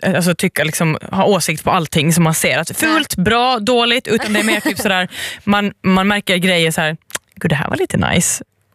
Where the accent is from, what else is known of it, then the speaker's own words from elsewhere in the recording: Åland Islands; Jag kommer från Åland.